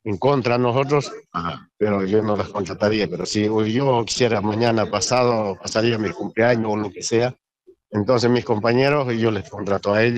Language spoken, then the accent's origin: Spanish; Bolivia; now in Mar del Plata, Argentina; Yo radico Mar del Plata, ellos radican acá, nosotros somos de Bolivia, no somos del mismo lugar